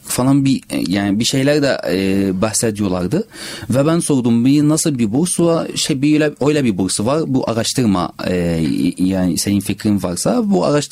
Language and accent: Turkish; Egypt; Turkish is a second language; now in Turkey; Ben Mısırlıyım. 32 yaşındayım.